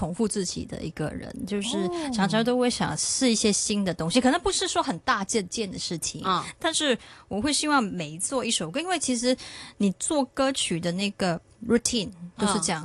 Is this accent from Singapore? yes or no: yes; Singapore; 其实我童年不在香港长大，就是在新加坡，